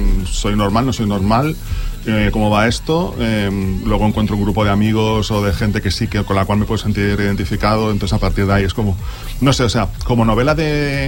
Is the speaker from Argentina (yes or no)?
no; Premià de Mar, Catalonia, Spain; yo que soy de Premiá